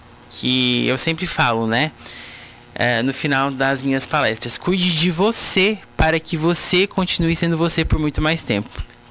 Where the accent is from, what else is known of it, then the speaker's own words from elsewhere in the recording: Lauro Müller, Santa Catarina, Brazil; Eu ficarei agora um pouco mais perto lá, sou natural de Lauro Miller, né? Moro lá com a minha família.